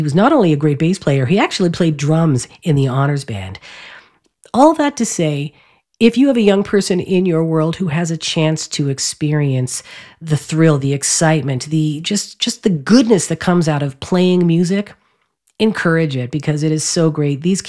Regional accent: St. John's, Newfoundland and Labrador, Canada; incredible musicianship coming out of those young artists in St. John's. So much great stuff happening in my hometown.

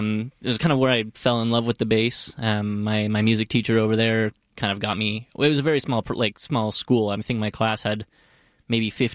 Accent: Qatar; also born or lived in St. Albert, Canada; We moved when I was about six to the Middle East, and I was in Qatar for about 10 years there.

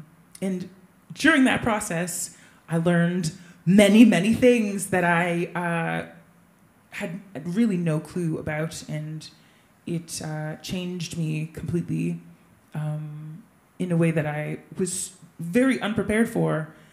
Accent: Canada; My background is, I'm Canadian, Jamaican, Caribbean, Trinidadian, Guyanese.

